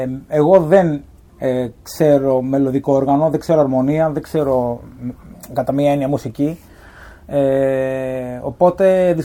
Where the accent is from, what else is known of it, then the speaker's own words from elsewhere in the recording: Krokees, Peloponnese, Greece; καθόμουν στο αγαπημένο μου μέρος στο χωριό μου που είναι οι Κροκές Λακωνίας, στο μαγαζί του Γιάννη του Κατσέτου, εκεί στο καφενείο του χωριού.